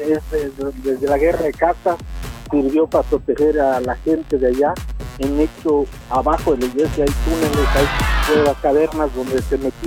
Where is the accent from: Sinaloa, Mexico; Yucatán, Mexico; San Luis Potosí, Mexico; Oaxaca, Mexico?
Yucatán, Mexico; Peto; soy de Peto.